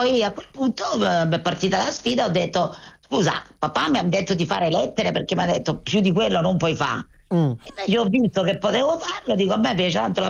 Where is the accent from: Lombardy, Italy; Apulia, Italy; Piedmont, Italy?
Apulia, Italy; Galatina; Galatina, provincia di Lecce.